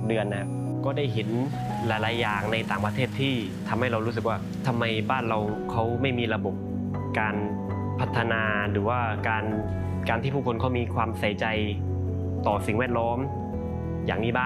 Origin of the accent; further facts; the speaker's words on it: Satun, Thailand; born there; เราโชคดีมากที่ได้เกิดมาในสตูลครับผมเพราะว่าไม่ใช่ว่าจะมีทุกจังหวัดในประเทศไทยนะที่จะมีทั้งป่าดิบนะครับแล้วก็หมู่เกาะสวรรค์นะครับ